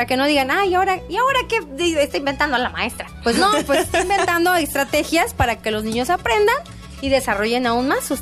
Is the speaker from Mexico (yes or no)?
yes; Mexico; nuestra identidad como mexicanas.